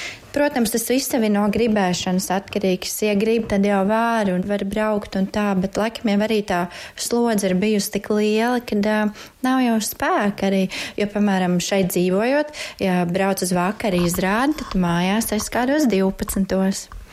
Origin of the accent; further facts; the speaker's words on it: Riga, Latvia; moved away as an adult; now in Dobele, Latvia; es pat esmu no Rīgas, 20 gadus Rīgā